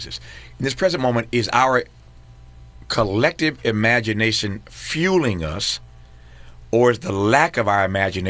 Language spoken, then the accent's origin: English; Indiana, United States; also born or lived in Mississippi; as a kid growing up in Indiana, born in Mississippi